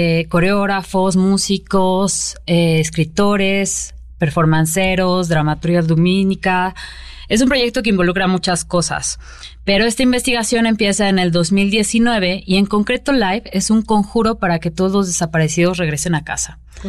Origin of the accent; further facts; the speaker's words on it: Mexico; pues que ya per se es implícito porque somos mexicanos todos